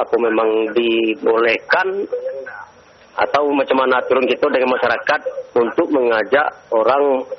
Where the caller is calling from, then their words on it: Jambi, Indonesia